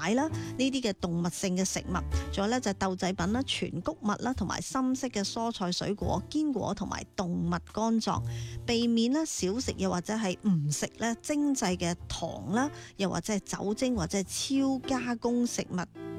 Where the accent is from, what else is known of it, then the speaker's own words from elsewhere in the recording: Guangdong, China; 我哋广东人